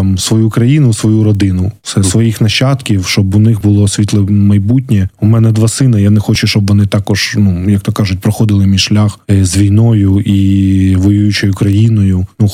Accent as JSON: {"language": "Ukrainian", "town": "Kryvyi Rih", "region": "Dnipropetrovsk Oblast", "country": "Ukraine", "tie": "born or raised there", "said": "вуз у моєму рідному Кривому Розі і продовжив навчання в рідному місті."}